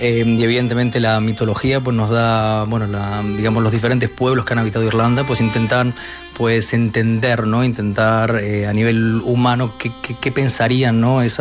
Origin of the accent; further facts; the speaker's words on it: A Coruña, Galicia, Spain; moved away as an adult; also born or lived in Uruguay; Bueno, nací en Uruguay, lo que pasa es que yo toda la vida, viví desde los 10 años en A Coruña, entre Coruña y Santiago, porque, mi familia emigró con la crisis del 2002.